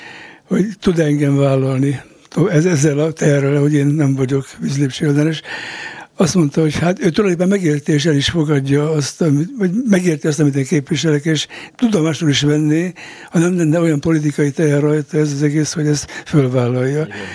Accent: Budafok, Budapest, Hungary; Na szóval, mondtam, hogy 80-an nőttünk fel egy nagyházban itt a szomszédban. Úgy kerültünk Budafokra, hogy ugye, apám Székely és Kolozsváron végezte egyetemet

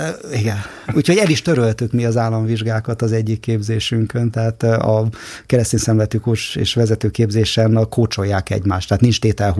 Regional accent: Budapest, Hungary; egy szobakonyhában nőttem fel gyakorlatilag, fürdőszoba nélkül, WC a gangom, tehát ilyen terézvárosi klasszikus bérlakás

